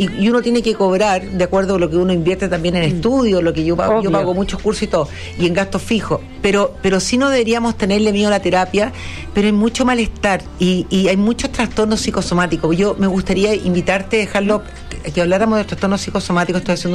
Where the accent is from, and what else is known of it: Chile